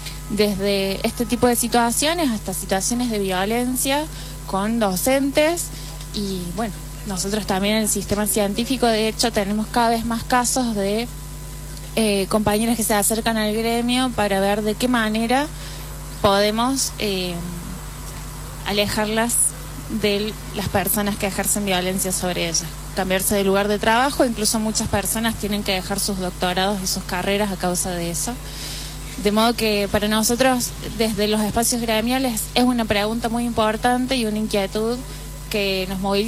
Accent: Córdoba, Argentina; yo soy acá de Córdoba

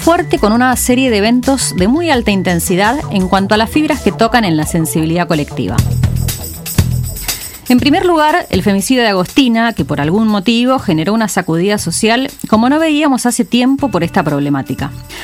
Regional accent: Argentina; todo eso que nos une como argentinos y argentinas.

